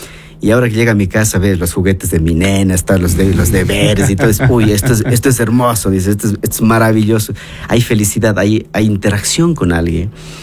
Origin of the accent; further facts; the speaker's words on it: Cañar, Ecuador; Yo vengo de una sociedad de Cañar, escuchar de un papá te amo, o abrazarte, o llorar contigo, dice cállate carajo, no llores.